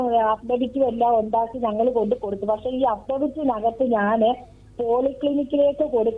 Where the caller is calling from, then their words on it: Mannar, Kerala, India; ഞാൻ ആലപ്പുഴ ജില്ലയിലെ മാന്നാർ എന്ന് പറഞ്ഞ സ്ഥലത്തുനിന്ന് വിളിക്കുക.